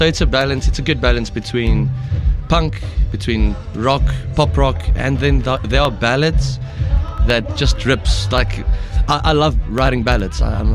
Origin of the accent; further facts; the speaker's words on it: Bloemfontein, Free State, South Africa; I'm from Bloemfontein. I am the most Afrikaans person at this festival.